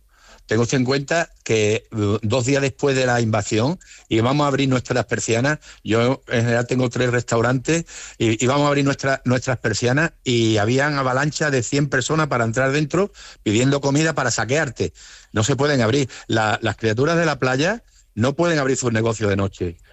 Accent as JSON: {"language": "Spanish", "country": "Spain", "said": "Porque somos españoles, pero somos españoles de una calidad de primera."}